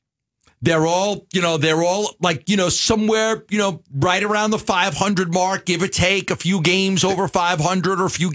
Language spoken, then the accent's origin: English; New York, United States; I wasn't really a Phoenician. I was a New Yorker. I was a kid from New York doing a show.